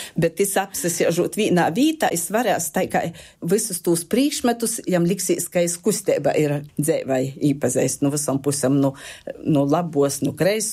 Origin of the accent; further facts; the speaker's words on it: Latgale, Latvia; first language Latgalian; Latgola ir mana dzimto puse. Latgaļies runāju savā moti stāva valūdā. Latgaļies arī atsagrīžos pēc studējām strodot.